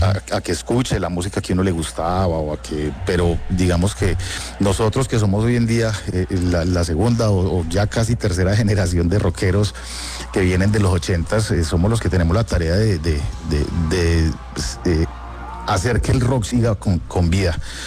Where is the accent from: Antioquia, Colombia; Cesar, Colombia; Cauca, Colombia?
Antioquia, Colombia; Medellín; yo que soy de Medellín y crecí en Medellín en los 80s y 90s